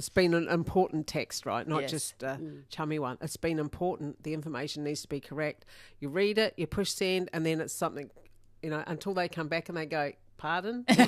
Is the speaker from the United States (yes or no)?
no; New Zealand; accent: Kiwi; I'm originally from New Zealand and we have FaceTime now, so I speak to home often, which means quite often I get this Kiwi accent back again.